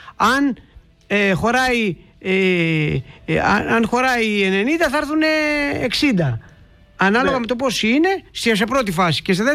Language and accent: Greek; Piraeus, Attica, Greece; born there; also born or lived in Keratsini / Zografou; δύο περιοχές που έχω ζήσει, δηλαδή στον Πειραιά, στο Κερατσίνι, γιατί είμαι Πασαλιμανιώτης, από το Πασαλιμάνι γεννημένος, αλλά και στο Ζωγράφου